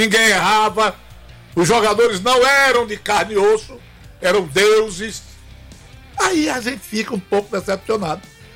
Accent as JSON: {"language": "Portuguese", "region": "Ceará", "country": "Brazil", "said": "Quando aqui cheguei, como cearense, e a disparidade entre um e outro, eu desejei que o Ceará ganhasse."}